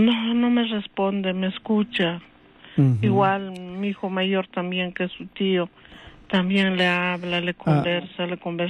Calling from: Arequipa, Peru; De Arequipa

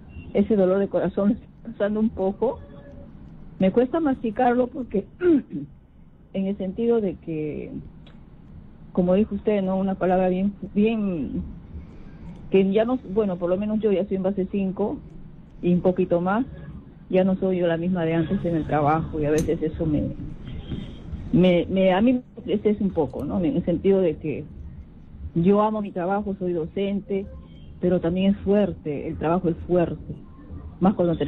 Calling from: Lima, Peru; De Villa Salvador.

